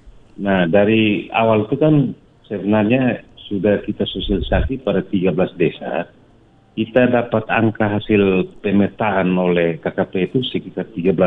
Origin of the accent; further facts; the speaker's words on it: Rote, East Nusa Tenggara, Indonesia; kita sebagai warga Rote